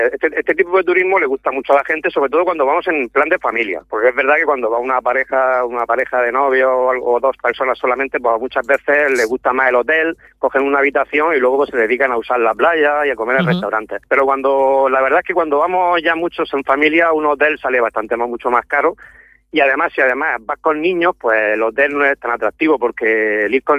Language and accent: Spanish; Region of Murcia, Spain; el clima que tenemos en Murcia